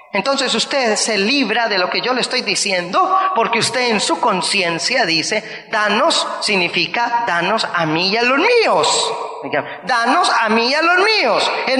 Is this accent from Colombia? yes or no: yes; Colombia; cuando yo muestro mi pasaporte, como soy colombiano